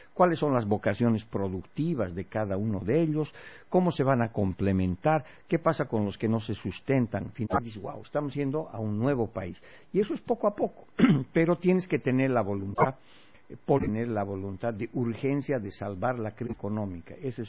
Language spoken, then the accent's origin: Spanish; Villazón, Potosí, Bolivia; una cosa es el gobierno de mi tierra, Villazón, municipal